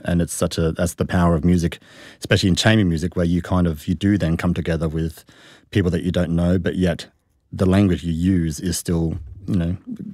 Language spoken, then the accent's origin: English; Australia; accent: Australian; also born or lived in Germany; now in New Zealand; I still then kind of pick up my Australian accent again, which I try and hide, but I can't.